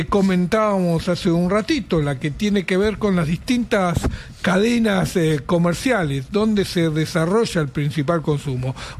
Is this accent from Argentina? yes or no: yes; Argentina; el mercado interno somos los argentinos.